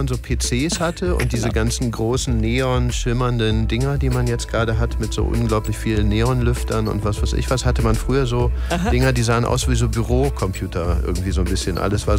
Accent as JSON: {"language": "German", "town": "Cologne", "region": "North Rhine-Westphalia", "country": "Germany", "said": "ich bin ja aus Köln ursprünglich auch"}